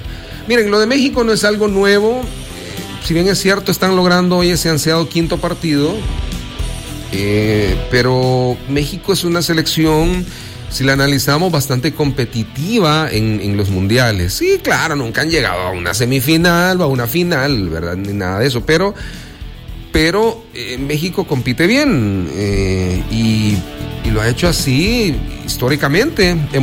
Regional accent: El Salvador; gente que despotrica en contra de nuestro país y o sea, de verdad, más parece que odia a este país siendo salvadoreño.

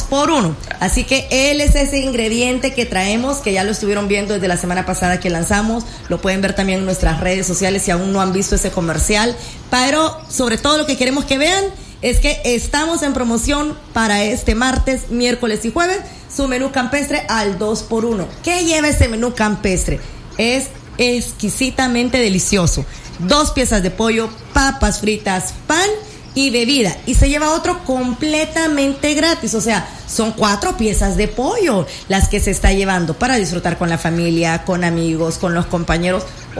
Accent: El Salvador; nos hizo sentir orgullosos como salvadoreños.

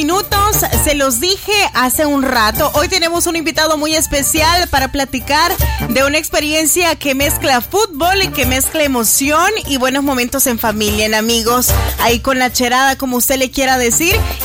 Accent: El Salvador; así como buena salvadoreña

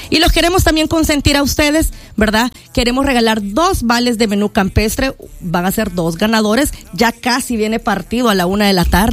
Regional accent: El Salvador; qué mejor que nosotros como marca salvadoreña acercarnos a otros salvadoreños también

